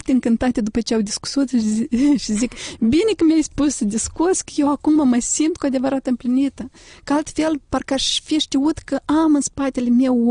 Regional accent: Moldova; Noi am participat în acest proiect 7 femei din Republica Moldova

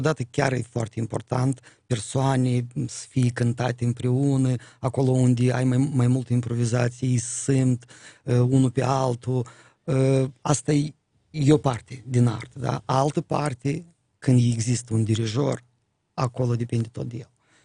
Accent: Moldova

